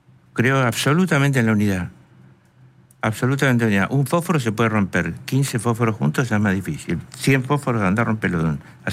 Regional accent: Buenos Aires, Argentina; born there; now in Buenos Aires Province, Argentina; Yo nací en la Capital Federal.

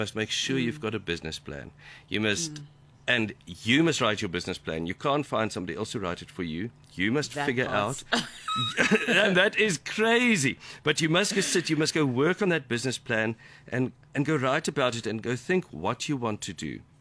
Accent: South Africa; we in South Africa, which is wonderful, we're a hugely diverse country with diverse communities, diverse traditions and languages. And I think that's the huge exciting thing of being South African.

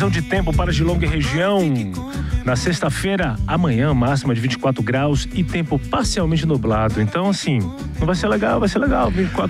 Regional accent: England, United Kingdom; now in Australia; Eu vim da Inglaterra e eu falei, vou pra Austrália porque aqui é muito mais quentinho, né?

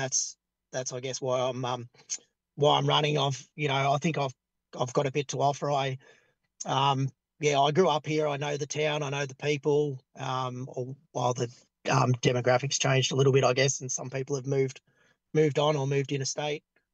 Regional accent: Morwell, Victoria, Australia; I grew up in Morwell. I spent time from the age of 5 to 25 in Morwell. I'm a Morwell Park Primary School student myself.

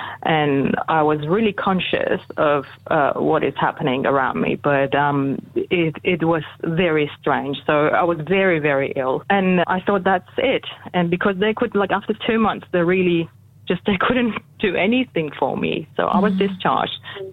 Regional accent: Iran; moved away as an adult; now in Australia; When I moved from Iran to Australia, I was almost 28 years old. Immigration is already very difficult. I immigrated by myself

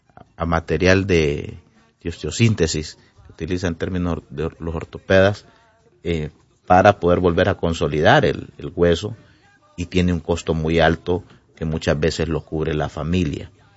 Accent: Honduras

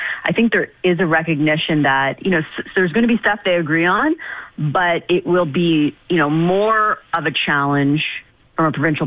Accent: Canada; Maybe a little troubling as a Canadian.

